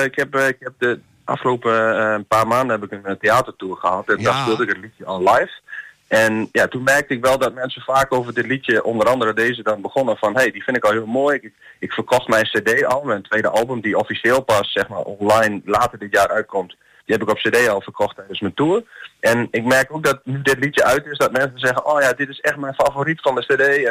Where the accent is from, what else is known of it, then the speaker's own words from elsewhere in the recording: Drenthe, Netherlands; now in Zwolle, Netherlands; ik woon in Zwolle, maar ik ben een echte Drent hoor.